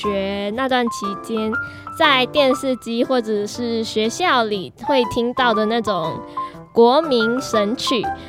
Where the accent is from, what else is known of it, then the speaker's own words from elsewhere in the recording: Penang, Malaysia; 原来我跟他同样是都来是来自槟城，我们都是槟城人，槟城人。